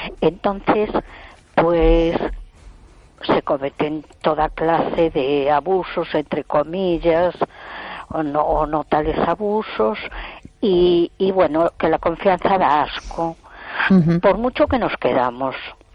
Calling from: A Coruña, Galicia, Spain; de Coruña.

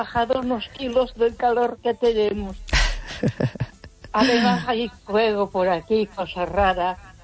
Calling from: Ponferrada, Castile and León, Spain

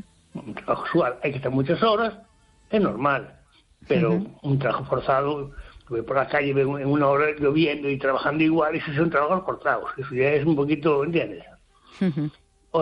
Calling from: Ferrol, Galicia, Spain; aquí de Ferrol.

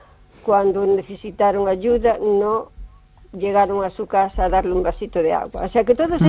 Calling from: O Carballiño, Galicia, Spain; Hola, Esther. Buenas noches. … de Carballiño.

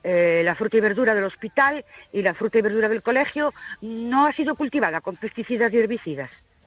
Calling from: Ourense, Galicia, Spain; Buenas noches … de Orense.

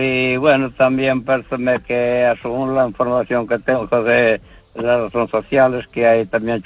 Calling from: A Coruña, Galicia, Spain; ahora en este momento estoy aquí llegando a Tabeallo, pero yo soy de Coruña.

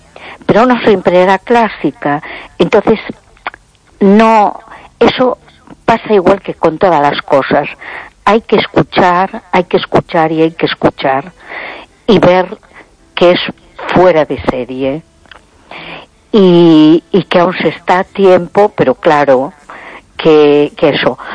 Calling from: A Coruña, Galicia, Spain; de Coruña.

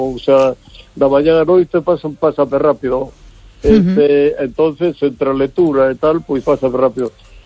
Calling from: Vigo, Galicia, Spain

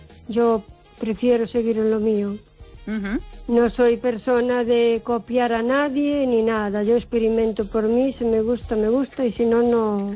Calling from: O Carballiño, Galicia, Spain; de Carballiño.

